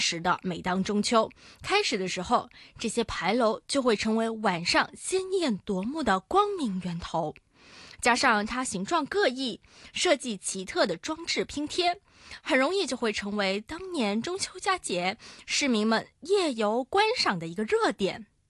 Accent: Macau; 作为澳门人呢，面对这么多精彩的节目，入秋以后是特别容易心跳加速的哦。

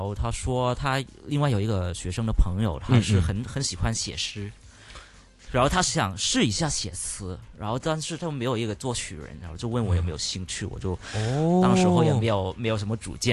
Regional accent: Canada; 因为我小时候在加拿大那边读书，对，然后一直都有学琴，学钢琴，就是很多香港的小朋友也会学钢琴

